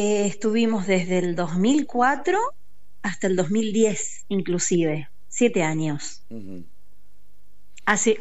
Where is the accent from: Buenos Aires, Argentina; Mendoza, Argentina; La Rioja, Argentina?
Buenos Aires, Argentina; Gonzales Chaves; moved away as an adult; now in La Plata, Argentina; yo no soy de acá de La Plata, yo soy de González Chávez, así que llegué en mi momento para estudiar fonoaudiología.